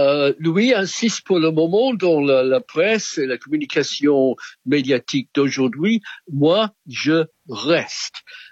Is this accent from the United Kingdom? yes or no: yes; United Kingdom